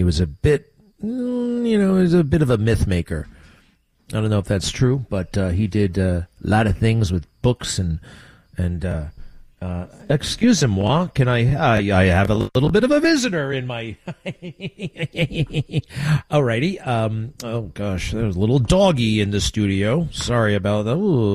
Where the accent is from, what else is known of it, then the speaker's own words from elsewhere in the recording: New York, United States; Now, I grew up on Long Island, Sagamore Hill and Oyster Bay.